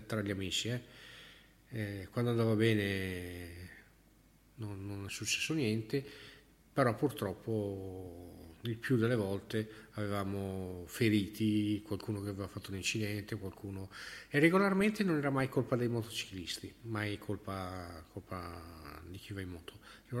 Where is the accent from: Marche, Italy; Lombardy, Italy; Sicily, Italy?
Lombardy, Italy; Bergamo; io sono di Bergamo